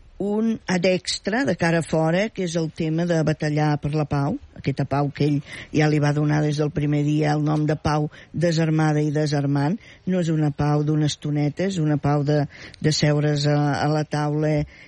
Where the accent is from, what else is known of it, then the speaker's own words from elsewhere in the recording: Reus, Catalonia, Spain; jo sóc de Reus.